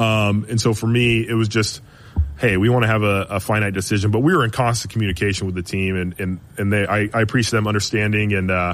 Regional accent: California, United States; now in Cleveland, United States; Yeah, you know, I am from Southern California, but I think if you look at my background and family, like, it's based off of, like, blue-collar hard work.

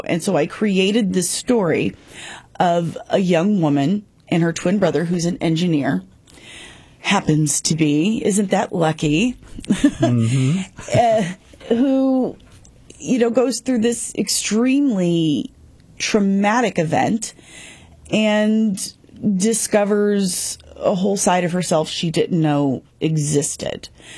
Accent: Farmington, United States; So I grew up disabled, and obviously in a rural area. I grew up in Farmington

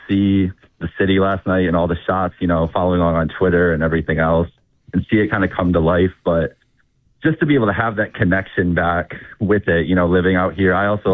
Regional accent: Fredonia, New York, United States; moved away; I grew up in Fredonia with him.

